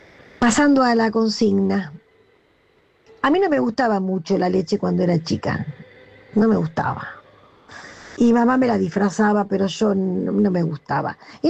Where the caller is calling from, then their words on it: Buenos Aires, Argentina; de Colegiales.